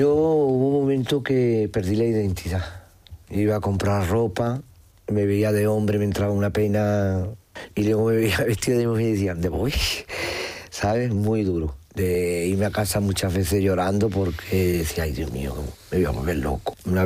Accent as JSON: {"language": "Spanish", "town": "Alicante", "region": "Valencian Community", "country": "Spain", "said": "Digo, sí, pero Antonio, el de Alicante."}